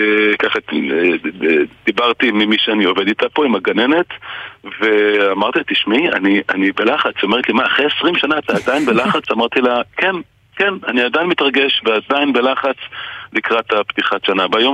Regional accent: Central District, Israel; היום הוא כבר די גדול, אבל זה יישוב בשרון, הוא התחיל כיישוב קטן, היום הוא כבר לא מעט, אני חושב שהוא כבר באזור ה-8,000 9,000 תושבים, בזמנו הוא היה הרבה יותר קטן.

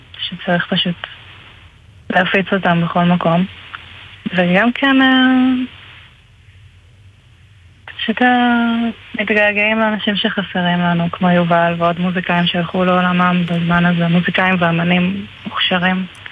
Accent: Bror Hayil, Southern District, Israel; אז אני גדלתי בברור חייל בעצם, כן, קיבוץ ברזילאי. אני גם ברזילאית מהחצי של אמא שלי. וכן, גדלתי לתוך צלילה בוסנובה והפורטוגזית.

